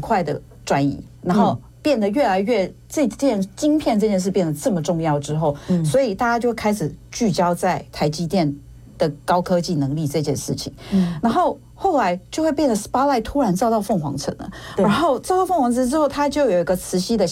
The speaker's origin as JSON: {"language": "Chinese", "country": "Taiwan", "moved": "as an adult", "lives_now": "Phoenix, United States", "said": "我应该要把我新移民受过的苦，我希望未来我的台湾同胞过来不要受这样的苦。"}